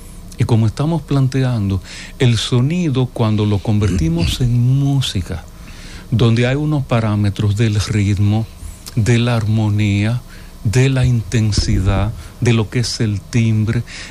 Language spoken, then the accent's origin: Spanish; Nagua, María Trinidad Sánchez, Dominican Republic; born or raised there; also born or lived in San Francisco de Macorís